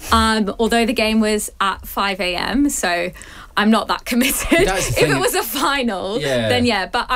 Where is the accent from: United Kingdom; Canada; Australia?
Australia; accent: Australian; I'm a Socceroos fan. Because I'm Australian.